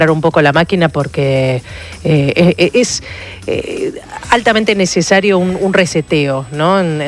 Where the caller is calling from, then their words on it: Paraná, Entre Ríos, Argentina; de Paraná, provincia de Entre Ríos.